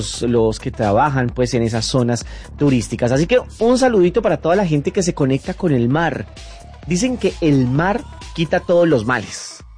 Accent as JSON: {"language": "Spanish", "town": "Bogotá", "region": "Bogotá Capital District", "country": "Colombia", "tie": "born or raised there", "said": "en Bogotá, en mi ciudad natal, en Bogotá"}